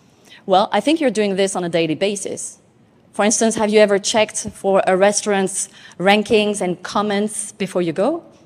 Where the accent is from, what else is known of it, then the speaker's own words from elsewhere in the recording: Tahiti, French Polynesia; So I don't come from Paris, I come from Tahiti. And Tahiti is this island in the middle of nowhere in the Pacific Ocean.